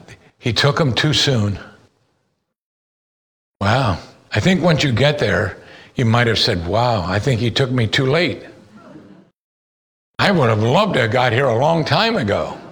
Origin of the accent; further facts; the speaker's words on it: United States; you and I are conditioned as Americans